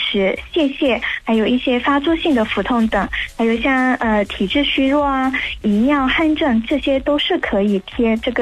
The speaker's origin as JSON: {"language": "Chinese", "region": "Lingnan", "country": "China", "said": "就是我们岭南人也很喜欢煲汤啊。"}